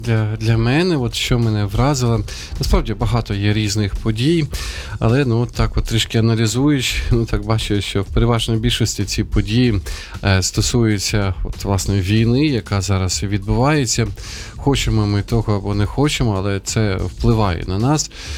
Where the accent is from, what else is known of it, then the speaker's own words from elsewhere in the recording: Sumy, Sumy Oblast, Ukraine; друге моє рідне місто, це є Суми, звідки походжу